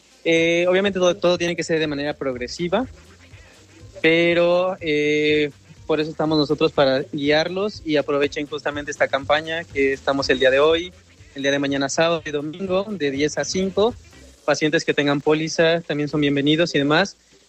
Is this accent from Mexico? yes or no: yes; Puebla, Mexico; yo soy originario de Puebla, también doy consulta allí